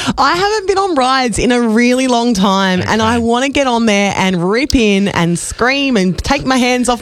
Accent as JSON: {"language": "English", "region": "South Australia", "country": "Australia", "tie": "born or raised there", "moved": "yes", "lives_now": "Geelong, Australia", "said": "I grew up in South Australia"}